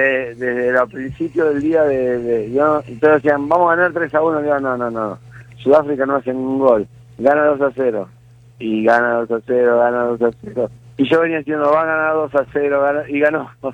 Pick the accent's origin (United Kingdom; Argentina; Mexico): Argentina